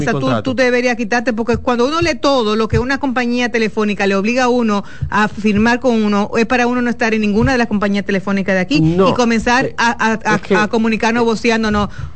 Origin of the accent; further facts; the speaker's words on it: Dominican Republic; como los dominicanos no vamos en yola para Puerto Rico